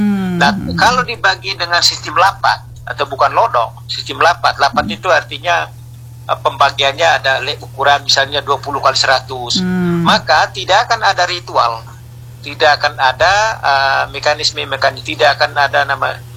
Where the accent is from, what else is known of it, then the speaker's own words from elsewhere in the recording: Rangat, East Nusa Tenggara, Indonesia; Di kampung saya misalnya di Rangat, di Sabai Lolos ya, tahun 2014 kami membuka satu lahan